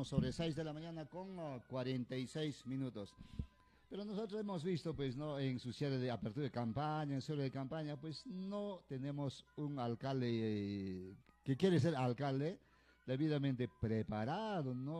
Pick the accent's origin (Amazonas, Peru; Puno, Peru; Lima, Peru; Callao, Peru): Puno, Peru; Rosaspata